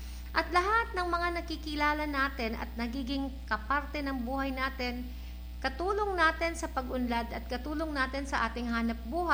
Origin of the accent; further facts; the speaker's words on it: Legazpi, Bicol Region, Philippines; dinala ako dito ng tadhana, dinala ako dito ni Lord, at taga-Legazpi po ako.